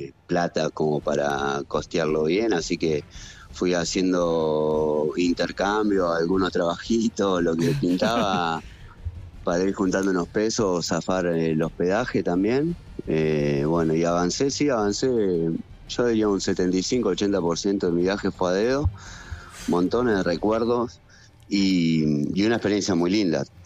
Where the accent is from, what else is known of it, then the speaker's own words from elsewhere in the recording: Argentina; soy argentino